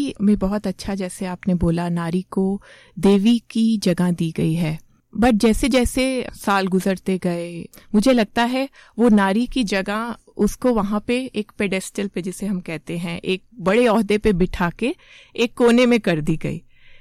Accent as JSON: {"language": "Hindi", "town": "Ambala", "region": "Haryana", "country": "India", "tie": "born or raised there", "moved": "as an adult", "said": "मैं अंबाला से ही हूँ, यहीं पली बड़ी हूँ, यहीं पे स्कूलिंग हुई, यहीं पे इंजीनियरिंग हुई"}